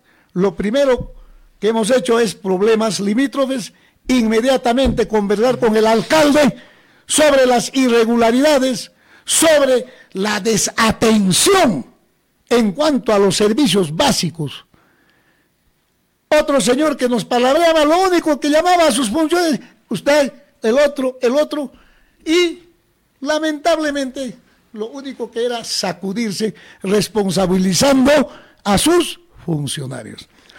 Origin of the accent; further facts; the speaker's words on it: Coracora, Ayacucho, Peru; Si voy a ir a la cárcel, Alfonso, voy a ir por defender a mi pueblo, no por corrupto, no por mentiroso y no por traidor, como está haciendo este señor, considerando a Coracora como a un pueblucho o como a cualquier aldea común y corriente.